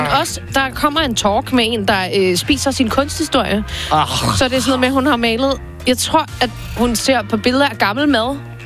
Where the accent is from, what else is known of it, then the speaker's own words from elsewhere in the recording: Vejle, Region of Southern Denmark, Denmark; moved away; Jeg er fra Vejle. Jeg har postnummer tatoveret